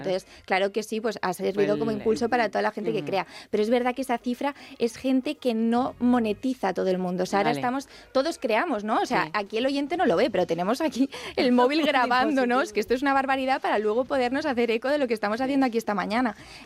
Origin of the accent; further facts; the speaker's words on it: Barcelona, Catalonia, Spain; Soy de Barcelona.